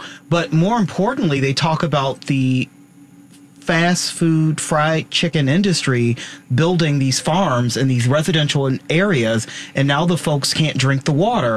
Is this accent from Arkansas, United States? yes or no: yes; Arkansas, United States; moved away; I'm an Arkansas boy, so growing up in the South is a totally different experience.